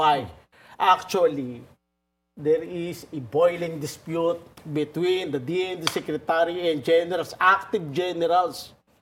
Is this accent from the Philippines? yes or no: yes; Philippines; Because I am Filipino and I will die as Filipino. Why? Because Filipinos are worth dying for.